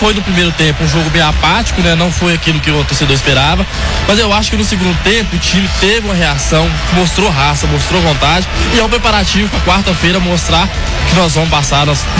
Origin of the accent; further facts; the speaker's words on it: Contagem, Minas Gerais, Brazil; Eu sou aqui de Contagem mesmo.